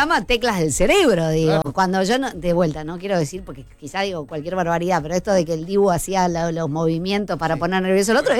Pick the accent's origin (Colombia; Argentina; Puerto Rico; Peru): Argentina; somos todos argentinos, eso está claro